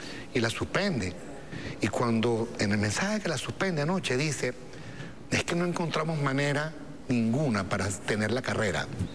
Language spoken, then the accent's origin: Spanish; Venezuela; trabaje duro como somos los venezolanos, sea solidario, que eso lo tenemos los venezolanos en las venas